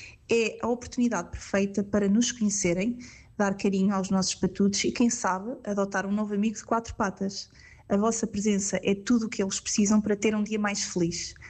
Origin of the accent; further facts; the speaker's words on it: Ílhavo, Aveiro, Portugal; sou de Ilhavo, trabalho em recursos humanos